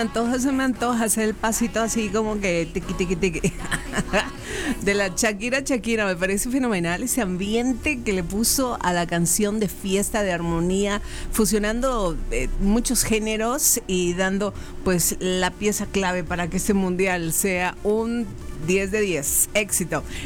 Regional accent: Guatemala; como buen chapín, yo sé que a veces lo dejamos al último

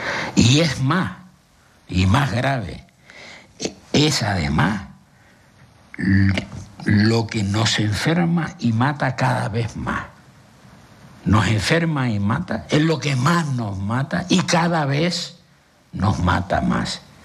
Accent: Canary Islands, Spain; los canarios somos los españoles que menos años vivimos con salud

